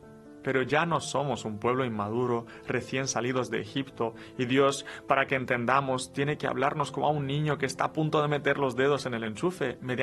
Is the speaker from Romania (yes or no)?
yes; Romania; first language Romanian; Spanish is a second language; now in Spain; yo no soy español, soy de Rumanía, entonces a veces me cuesta y tengo que traducir las cosas del castellano al rumano